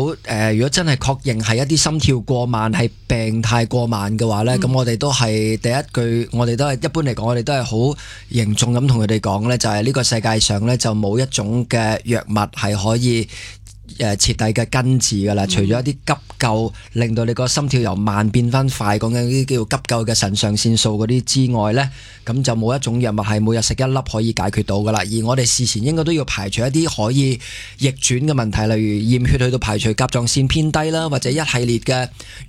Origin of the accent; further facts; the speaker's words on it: China; 咁当然即系我哋中国人好多时都系讲一样嘢叫平衡啦